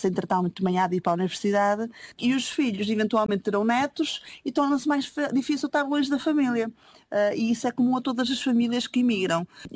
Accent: Norte, Portugal; porque é o grau de festa, e como minhota faço questão de ir, os meus filhos adoram ir, e a gente está lá, passa lá tempo com os meus pais

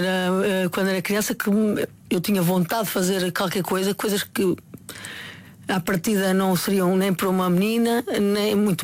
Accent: Maia, Norte, Portugal; born there; a minha mãe já nasceu em Barcelos e eu nasci na Maia

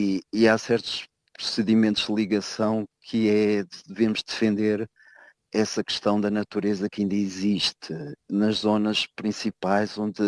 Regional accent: Portugal; eu sou português mesmo de nascença, da parte do meu pai e de origens africanas também.

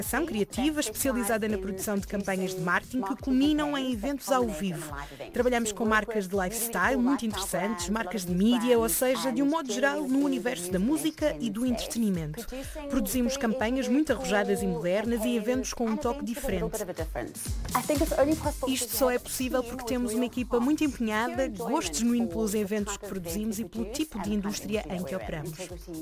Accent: South Africa; Sou sul-africana de primeira geração. O meu pai é português, a minha mãe britânica.

